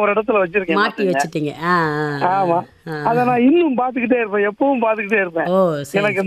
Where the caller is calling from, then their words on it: Kovilpatti, Tamil Nadu, India; கோவில்பட்டியிலிருந்து பேசுறேன், தூத்துக்குடி மாவட்டம் கோவில்பட்டியிலிருந்து.